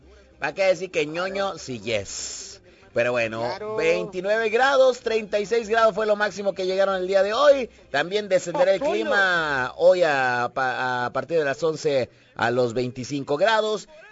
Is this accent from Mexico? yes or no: yes; Villaflores, Chiapas, Mexico; moved away; Norte, le decimos ahí en mi pueblo.